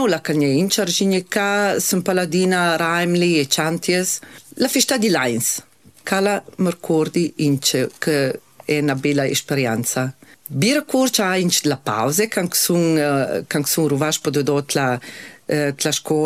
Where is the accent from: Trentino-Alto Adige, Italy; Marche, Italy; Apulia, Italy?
Trentino-Alto Adige, Italy; Corvara; Io sono cresciuta su a Corvara. Io sono giunta a scuola in Corvara.